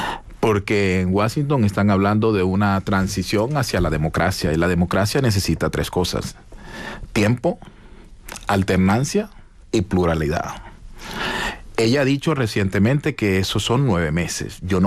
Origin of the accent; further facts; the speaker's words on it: Maracaibo, Zulia, Venezuela; born there; yo soy venezolano, yo nací en un barrio muy humilde que se llama El Silencio, en Maracaibo, Estado Zulia, en Venezuela. Yo soy venezolano.